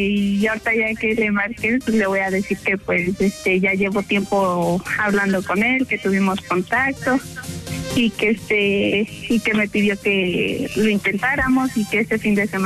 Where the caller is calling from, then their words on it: Ixtapaluca, State of Mexico, Mexico; De Iztapaluca, Estado de México.